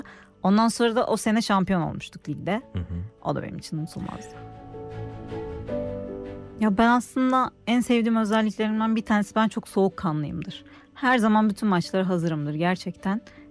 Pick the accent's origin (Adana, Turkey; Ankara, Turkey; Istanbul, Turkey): Istanbul, Turkey; born there; 1990 yılında İstanbul'da doğdum.